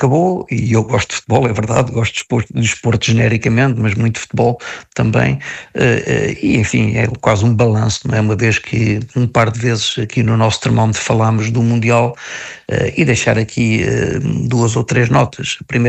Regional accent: Lisbon, Portugal; now in Braga, Portugal; Eu sou nado em Braga, de facto não sou criado em Braga, eu cresci em Lisboa, mas voltei para Braga e vivo aqui há muitos anos, e é a minha cidade e a cidade da minha família.

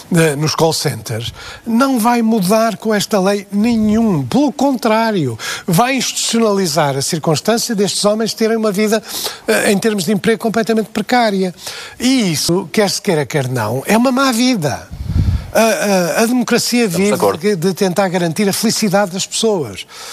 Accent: Porto, Norte, Portugal; born or raised there

